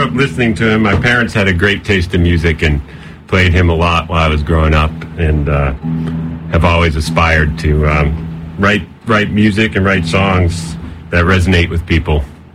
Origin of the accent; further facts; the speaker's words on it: Concord, Massachusetts, United States; We grew up outside Boston in Concord, Mass